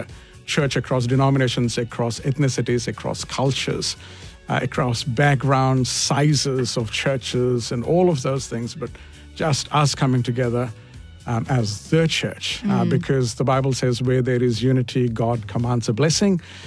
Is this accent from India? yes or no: yes; India; I'm an Indian, by the way, sorry, because you can't see me, but I'm an Indian.